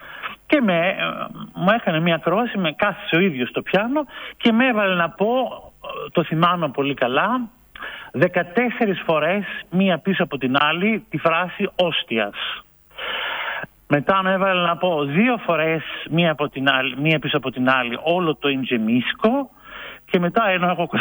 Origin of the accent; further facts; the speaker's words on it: Greece; now in Detmold, Germany; Συνδέομαι με την πατρίδα μου για να μιλήσω